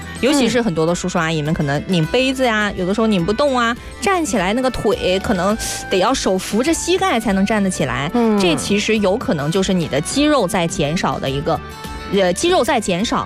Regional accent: Guangdong, China; 咱们广东人还好一点，爱吃鱼虾、蟹

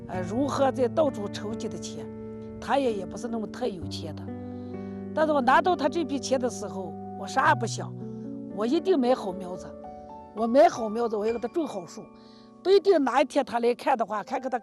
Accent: China; 我们中国人

